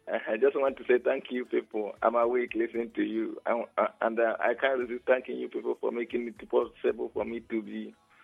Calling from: Owerri, Imo, Nigeria; I'm calling from Owerri.

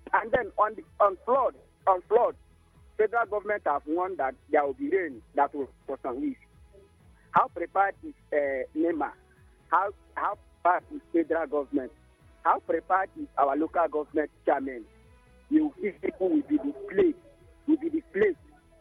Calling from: Nigeria; I am calling from Amudioga.

